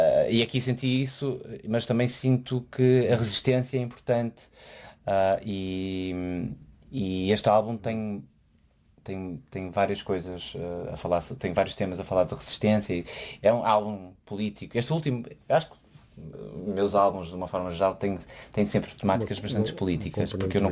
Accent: Portugal; eu quando digo que sou de Portugal, toda a gente responde assim, eu quero mudar-me para

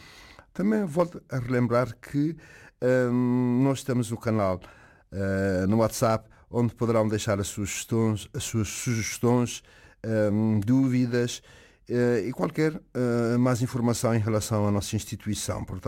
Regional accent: Cape Verde; now in Azores, Portugal; Agora vamos até Cabo Verde com … minha terra.

